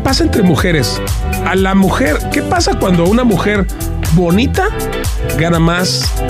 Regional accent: Mexico; Y yo le digo, no, soy mexicano.

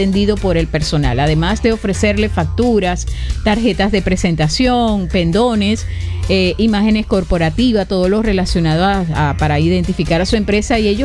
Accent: Venezuela

